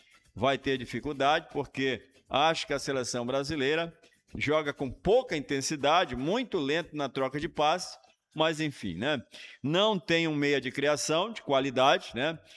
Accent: Brazil; A gente somos brasileiros

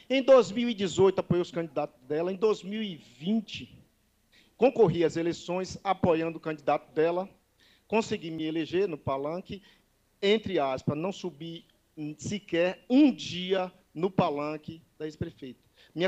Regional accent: Bahia, Brazil; especialmente ao picado, lugar onde fui criado

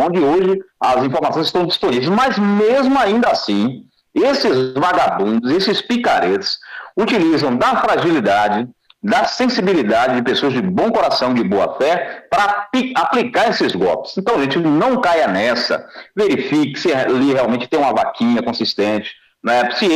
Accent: Camamu, Bahia, Brazil; also born or lived in Valença; Eu que sou da região do Baixo Sul, já trabalhei, atuei em rádio ali na região durante muito tempo, sou de Camamu, Valença ali, onde a gente também tem família, tem filho, residência, a gente conhece a realidade

